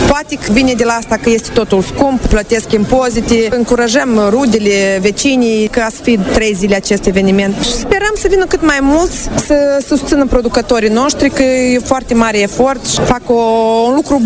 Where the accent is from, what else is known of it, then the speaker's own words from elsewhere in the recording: Chișinău, Moldova; sunt din Buican, Chișinău.